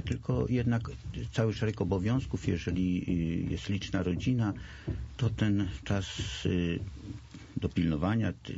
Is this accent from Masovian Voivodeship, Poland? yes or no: yes; Warsaw, Masovian Voivodeship, Poland; born or raised there